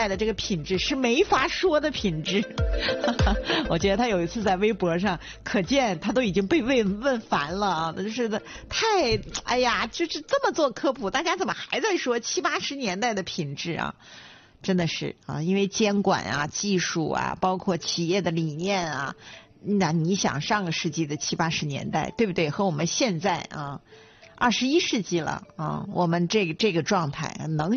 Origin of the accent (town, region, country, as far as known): Liaoning, China